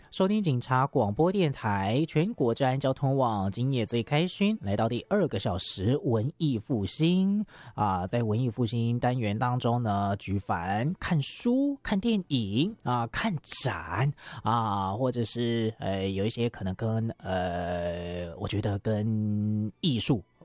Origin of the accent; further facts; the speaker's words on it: Taipei, Taiwan; 身为台北人的我哈，哎，我第一次得到哎有这个街头剧场活动的一个消息的时候